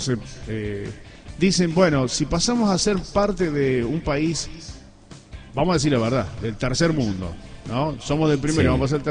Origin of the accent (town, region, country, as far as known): Argentina